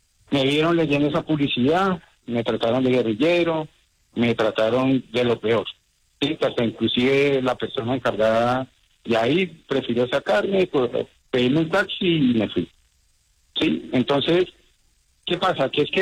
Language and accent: Spanish; Colombia; Entonces, y todos somos colombianos. Todos tenemos el derecho de vestir la camiseta de la Selección Colombia.